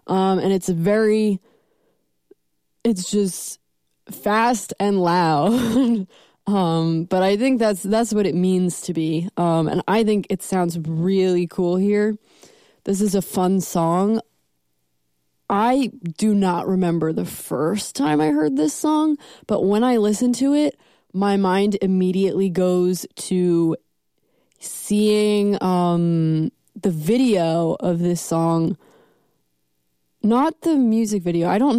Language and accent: English; Long Island, New York, United States; now in Virginia, United States; because I am from Long Island, New York, proudly so